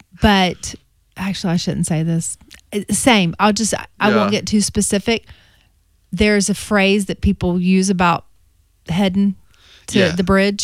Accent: Alabama, United States; I guess I am from Alabama

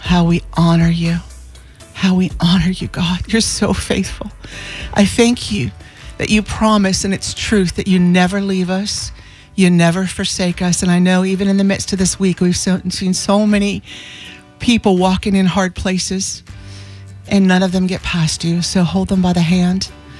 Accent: St. Petersburg, Florida, United States; Teresa from my hometown, St. Petersburg.

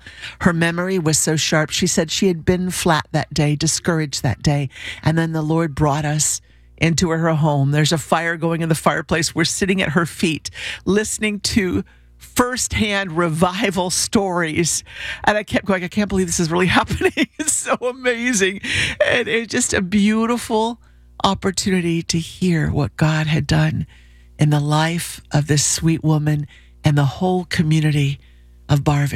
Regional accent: Florida, United States; we're from Florida

